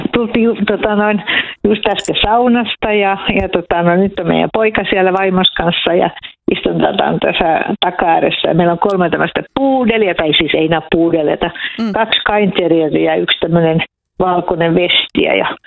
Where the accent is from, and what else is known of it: Vihti, Uusimaa, Finland